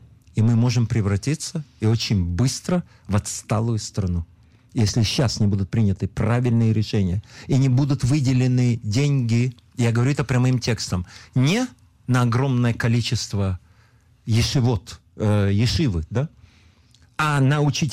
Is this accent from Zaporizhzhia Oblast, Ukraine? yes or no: no; Lviv, Lviv Oblast, Ukraine; born there; moved away; Я приехал из Советского Союза. Из города Львова, там я родился.